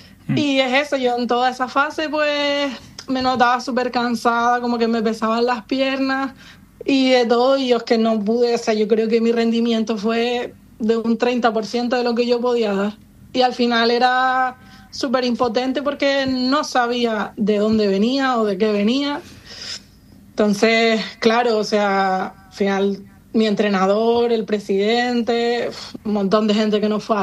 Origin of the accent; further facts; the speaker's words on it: Canary Islands, Spain; Yo soy de Lanzarote